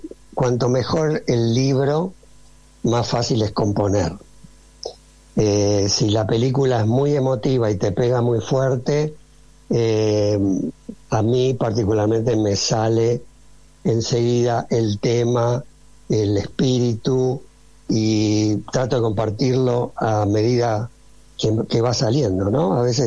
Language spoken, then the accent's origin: Spanish; Argentina; now in Los Angeles, United States; Soy argentino